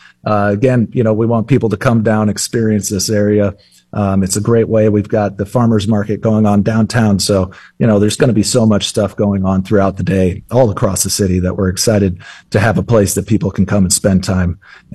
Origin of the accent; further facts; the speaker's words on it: Cedar Rapids, Iowa, United States; also born or lived in Denver; I grew up here in Cedar Rapids on the north side of town.